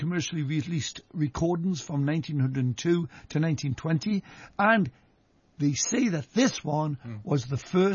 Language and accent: English; North East England, United Kingdom; accent: Geordie; I'm not going to pronounce those titles again with my Geordie accent, you know.